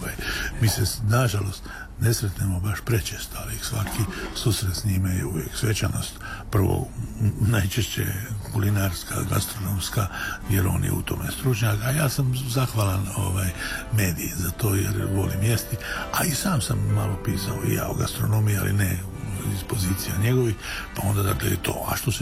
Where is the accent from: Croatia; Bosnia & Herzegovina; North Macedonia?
Croatia; Hvar, Split-Dalmatia County; Veljko je napisao knjigu o mom zavičaju hvarskom, lijepu knjigu o kartolinama hvarskim